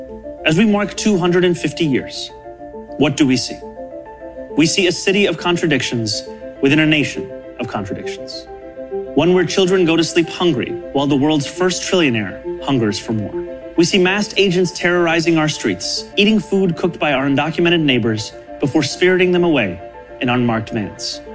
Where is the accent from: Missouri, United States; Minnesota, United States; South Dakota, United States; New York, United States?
New York, United States; Nearly a decade ago, I too felt what you feel, the joy of no longer being just a New Yorker, but an American too.